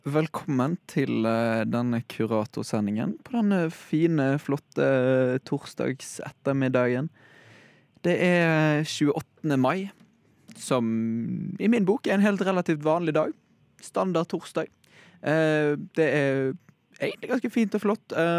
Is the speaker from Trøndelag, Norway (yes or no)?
no; Bergen, Vestland, Norway; jeg er bergenser